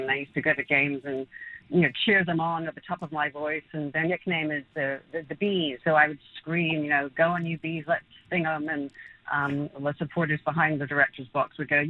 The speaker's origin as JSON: {"language": "English", "region": "England", "country": "United Kingdom", "tie": "born or raised there", "lives_now": "United States", "said": "And I support England because we grew up there, but I also support American because I'm an American."}